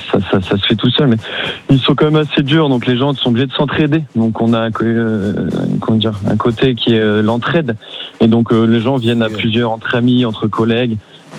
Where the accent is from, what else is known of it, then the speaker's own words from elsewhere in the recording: Hauts-de-France, France; nous, on vient du Nord